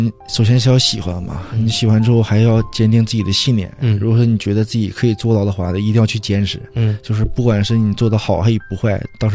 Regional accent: Yanbian, Jilin, China; 像我其实还好吧，可能我家是延边的嘛，延边王兴那边可能来坐个四五小时车，高铁两三小时就到了

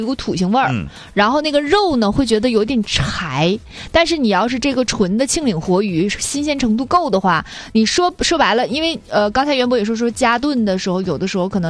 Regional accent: China; 那确实就是因为我们老家银边那面的，我也不就是确实从小就吃，所以没觉得它是一个特别的东西。有的时候小时候家住平房，后院就都种那个小把蒿草

